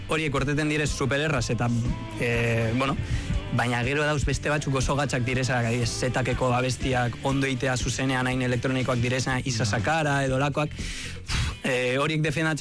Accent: Gorliz, Basque Country, Spain; hogeita sortzi urte, Gorlizekoa, ez Ordizi, Gorliz, Gorliz Bizkaia, Bilbondoan.

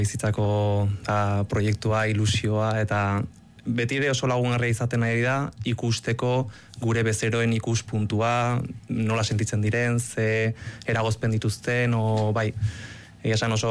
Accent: Hernani, Basque Country, Spain; ni hernaniarra naiz, beti herrian bizitua

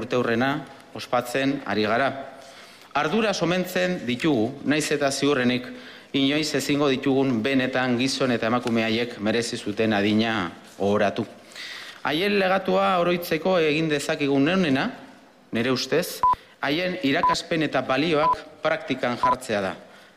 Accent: Basque Country, Spain; Como vasco y demócrata

